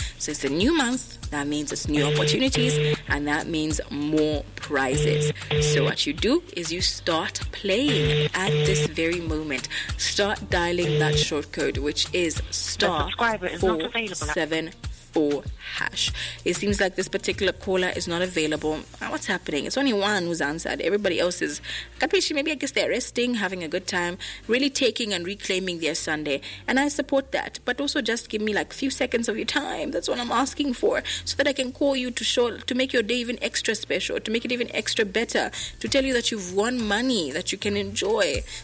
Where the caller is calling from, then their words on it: Zambia; I'm calling you from Winbig, Zambia.